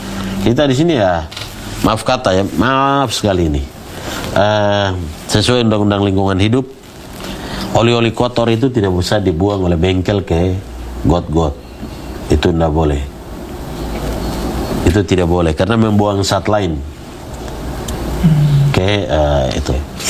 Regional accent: Papua, Indonesia; kita Papua ini

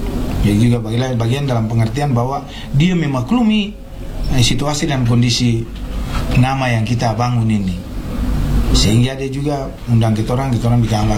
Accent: Sorong, Southwest Papua, Indonesia; Lu kan kita anak Sorong ini mau kemana saja, kita persatuan mau dirantau, di mana anak Sorong tuh kompak.

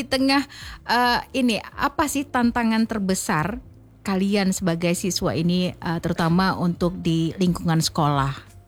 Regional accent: Aceh, Indonesia; first language Acehnese; Indonesian is a second language; kita orang Aceh gitu ya atau kita Indonesia gitu.

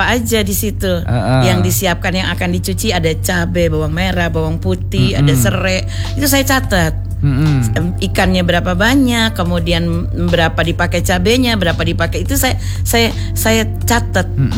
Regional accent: Lampung, Indonesia; kita orang Lampung tuh di sini, termasuk saya dengan udah seumur ini, itu masih seneng makan pedas.

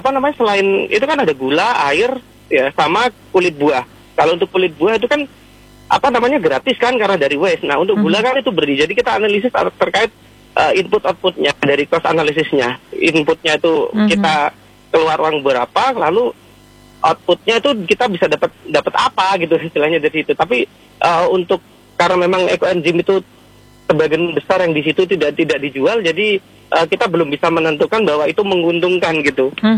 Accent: Jember, East Java, Indonesia; Karena kenapa di kota saya di Jember ini ya

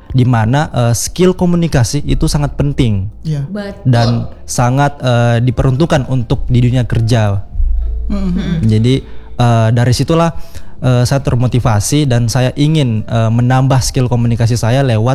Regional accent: Central Sulawesi, Indonesia; Dari Kabupaten Buol

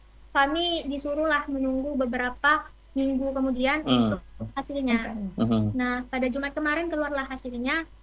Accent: Indonesia; nama saya berasal dari Indonesia. Hobi saya bernyanyi. Saya tinggal di Barus.

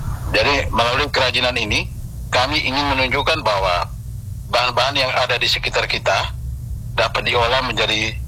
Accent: Wewaria district, East Nusa Tenggara, Indonesia; Saya berasal dari Desa Mogusaki, Kecamatan Wawaria, Kabupaten ND.

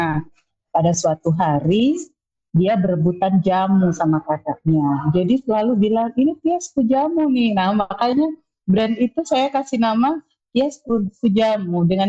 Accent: Jayapura, Papua, Indonesia; Saya lahir besar di Jayapura. Saya sudah berkeluarga. Kebetulan saya kelahiran di tahun 87.

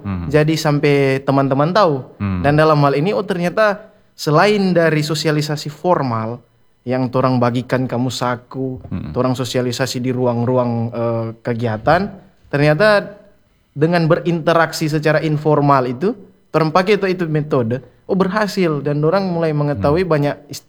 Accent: Langowan, North Sulawesi, Indonesia; Padahal sebenarnya kita bukan orang Manado, kita orang Langoan begitu.

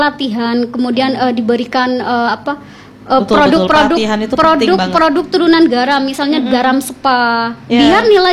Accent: Madura, East Java, Indonesia; sebagai warga Madura

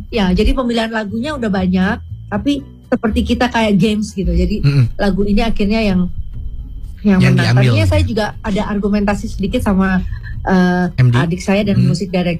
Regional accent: North Sulawesi, Indonesia

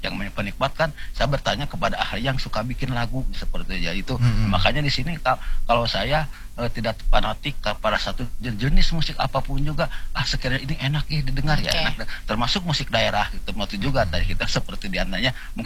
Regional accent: West Java, Indonesia; kalau Sunda daerah saya sendiri kan.

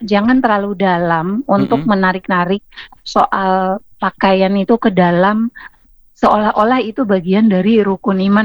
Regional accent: Indonesia; Dan kita bangga menjadi bagian dari warga Nusantara gitu.

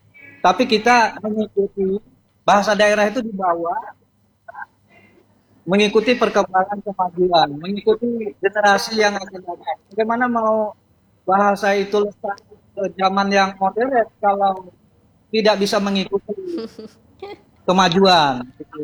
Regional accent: East Kalimantan, Indonesia; Dan saya sebagai orang Kutai terbuka dengan kemajuan.

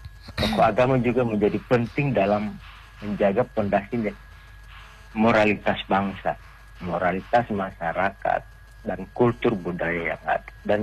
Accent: Gorontalo, Indonesia; Sebagai warga Gorontalo, masyarakat di Limboto khususnya Kabupaten Gorontalo itu berdampingan dengan damai.

